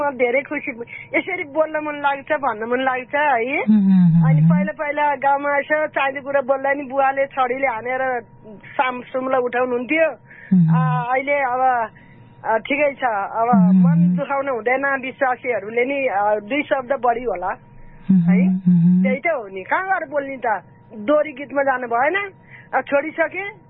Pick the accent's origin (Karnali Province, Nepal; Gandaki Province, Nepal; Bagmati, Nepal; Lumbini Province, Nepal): Gandaki Province, Nepal; पोखरा, लमजुङ, गोर्खा, तनहुँ, हामी उतैका हौँ, मलाई सरै भन्न आउँछ, भन्न मन लाग्छ।